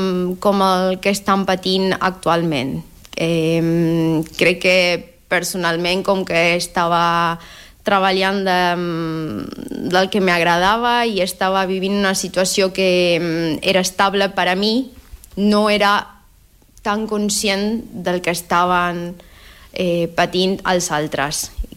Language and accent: Catalan; Argentina; Catalan is a second language; moved away as an adult; now in Barcelona, Spain; sóc de l'Argentina. Fa 5 anys que visc aquí a Barcelona. Sóc professora d'anglès